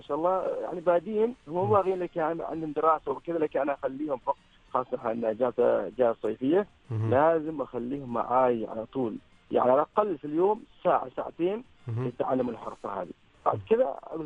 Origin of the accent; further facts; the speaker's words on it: Oman; متوفرة في عندنا في سلطنة عمان الحمد لله